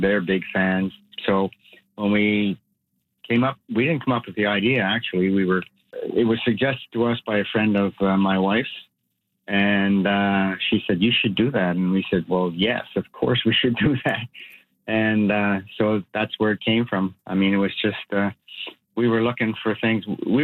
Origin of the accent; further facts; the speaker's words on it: Quebec City, Quebec, Canada; I've always been a Montreal Canadiens fan. I grew up in Quebec City.